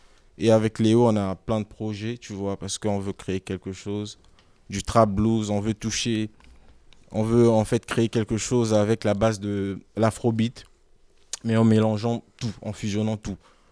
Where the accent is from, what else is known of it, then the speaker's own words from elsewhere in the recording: Republic of the Congo; now in France; Ouais, je viens du Congo. Du Congo-Brazzaville.